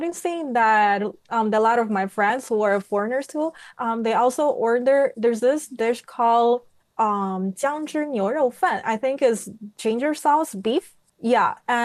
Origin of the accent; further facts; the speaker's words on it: Mozambique; moved away as an adult; now in Beijing, China; I'm from Mozambique, and I'm currently studying in Beijing in Communications University of China.